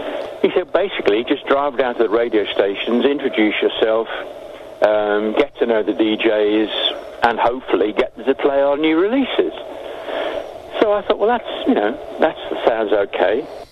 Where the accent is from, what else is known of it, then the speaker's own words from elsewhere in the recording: Liverpool, North West England, United Kingdom; moved away; I'm originally from Liverpool." Right. And I was in a band in the 60s in Liverpool.